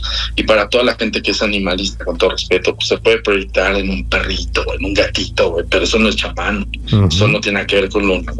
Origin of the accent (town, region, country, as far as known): Mexico